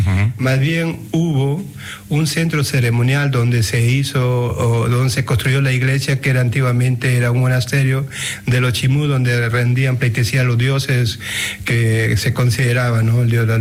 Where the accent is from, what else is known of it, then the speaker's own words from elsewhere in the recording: Trujillo, La Libertad, Peru; Bueno, yo vengo de la ciudad de Trujillo, prácticamente la tercera ciudad del país del Perú, y de ahí, justamente a 15 kilómetros, hay una playa de pescadores que se llama Huanchaco, y yo vivo ahí, mi familia, mis padres.